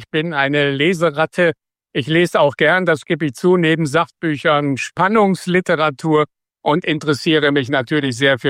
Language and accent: German; Gronau, North Rhine-Westphalia, Germany; accent: Westphalian; moved away; also born or lived in Münster; Die Jugend habe ich natürlich vielfach, weil Gronau eine Kleinstadt ist, an der holländischen in Holland verbracht. Das war die Nachbarstadt Enschede, so heißt sie.